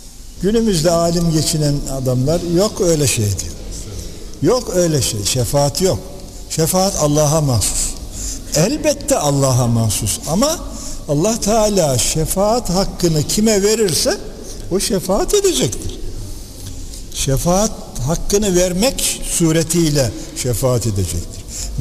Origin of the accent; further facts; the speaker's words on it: Yozgat, Turkey; bizim oralarda o şey vardır, Yozgat ve civarında